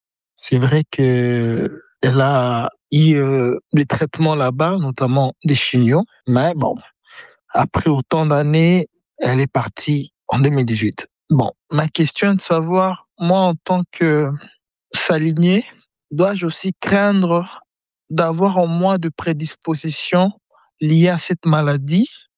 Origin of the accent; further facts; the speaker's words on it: DR Congo; Moi, c'est … Je suis Congolais de la RDC. Je vis à Kinshasa, mais présentement, je me trouve en mission à Kolwezi. J'ai 33 ans.